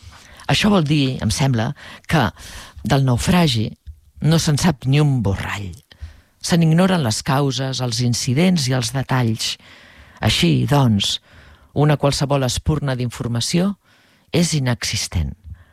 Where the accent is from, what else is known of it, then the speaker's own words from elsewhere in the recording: Palafrugell, Catalonia, Spain; also born or lived in Cadaqués; Cadaqués, on vivia, i Palafrugell, el meu poble natal